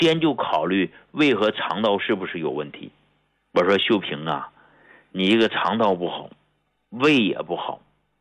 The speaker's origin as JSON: {"language": "Chinese", "country": "China", "said": "就咱们都是中国人，都属于那个黄色人种，对不对？"}